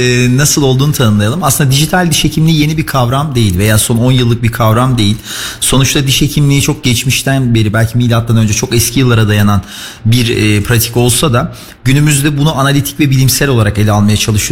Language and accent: Turkish; Mersin, Turkey; moved away as an adult; also born or lived in Istanbul / Northern Cyprus; now in Kayseri, Turkey; 99 yılında Mersin'de doğdum. İlk orta ve lise öğrenimi orada tamamladım.